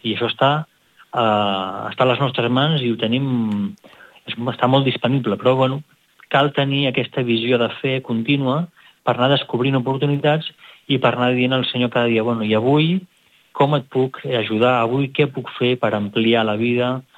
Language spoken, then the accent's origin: Catalan; Girona, Catalonia, Spain; now in Rome, Italy; jo he passat la meva infància i adolescència i joventut a Girona, estudiant aquí a Girona, i amb la família també aquí a Girona